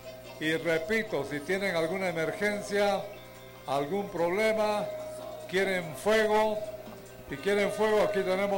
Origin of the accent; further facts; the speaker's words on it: Guatemala; Soy Chapín, de los amigos del Progreso.